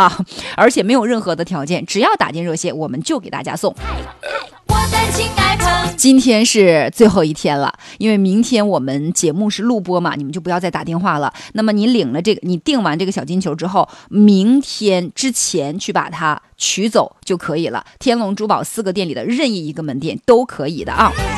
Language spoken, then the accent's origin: Chinese; Heilongjiang, China; moved away; 因为我老家就是黑龙江的。